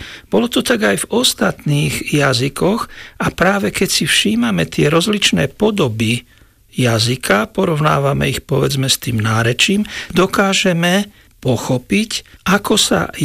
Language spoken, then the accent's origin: Slovak; Lovinobaňa, Banská Bystrica Region, Slovakia; accent: Novohrad dialect; Tak môjim národným nárečím je novohradské nárečie. Pochádzal som a pochádzam z novohradskej dediny Lovinobaňa, ktorá bola od 13. storočia pôvodnou poľnohospodárskou a baníckou osadou.